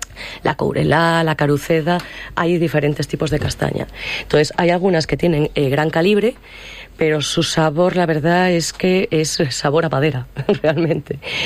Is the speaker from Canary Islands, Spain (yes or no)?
no; El Bierzo, Castile and León, Spain; yo soy berciana